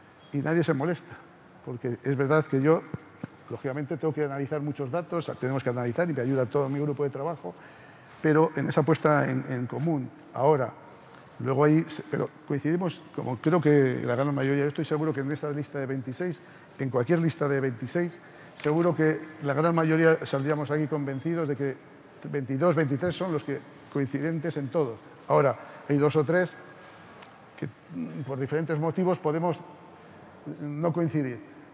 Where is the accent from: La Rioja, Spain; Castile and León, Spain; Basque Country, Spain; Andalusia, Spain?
La Rioja, Spain; Haro; mi pueblo es Aro, en La Rioja, fantástico. Se come y se bebe muy bien y hay muy buena gente.